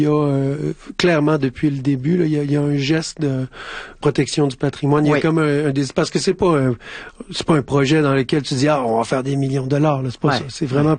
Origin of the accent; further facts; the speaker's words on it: Quebec, Canada; moved away; moi, je suis né sur la côte nord à cette île, puis j'ai quitté mon patelin pour venir vivre ma vie de musicien.